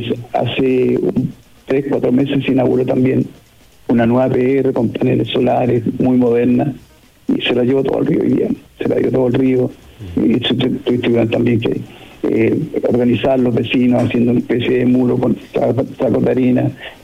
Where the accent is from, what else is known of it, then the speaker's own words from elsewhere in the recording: La Ligua, Valparaíso, Chile; Bueno, yo soy nacido y criado acá en La Ligua, soy liguano, liguano, porque acá nos diferenciamos cuando uno nace en La Ligua, liguano